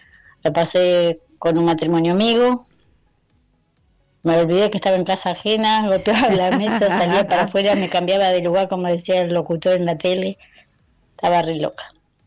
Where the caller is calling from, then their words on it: Argentina; ¿Y quieren saber qué número tenemos nosotros como argentinos?